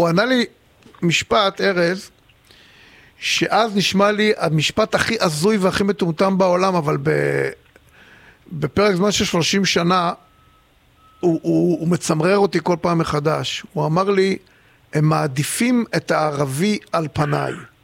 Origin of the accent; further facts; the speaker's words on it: Tel Aviv, Tel Aviv District, Israel; אני לא מכיר אפילו אחד כזה בתור תל אביבי.